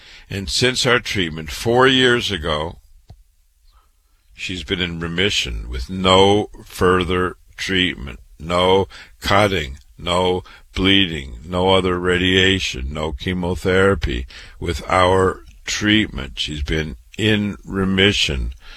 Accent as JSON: {"language": "English", "town": "Waterloo", "region": "Iowa", "country": "United States", "tie": "born or raised there", "said": "cancer doctor, board certified, born and raised in Waterloo, Iowa, went to public school, university, MD at 25."}